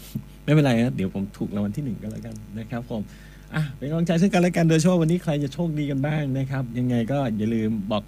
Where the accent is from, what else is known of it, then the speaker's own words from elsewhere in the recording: Ban Dung, Udon Thani, Thailand; now in Chanthaburi, Thailand; เป็นคนบ้านเกิดอยู่ที่อุดรนะฮะบ้านเกิดอยู่ที่อุดรที่คำชะโนดนะอำเภอบ้านดุงนะครับก็คือพออยู่ไกลเนาะก็คือผลสุดท้ายบ้านตัวเองไม่ได้อยู่เลยออกมาตั้งแต่ปี35ครับนะฮะแล้วก็ไปอย่างเงี้ยฮะอาชีพดีเจสุดท้ายมาอยู่จันทบุรี